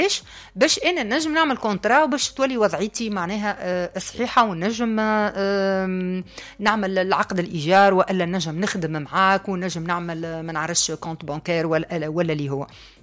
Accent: Tunisia; احنا بون تونسي نعرفوا العبارات القانونية أو العبارات معنى هذه الكلها نستعملها بالفرنسية

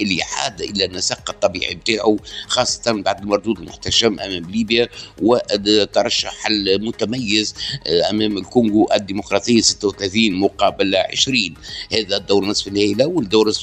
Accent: Tunisia; البطولة الإفريقية سيدات في كرة اليد اللي بيشتحضرنا بلادنا تونس

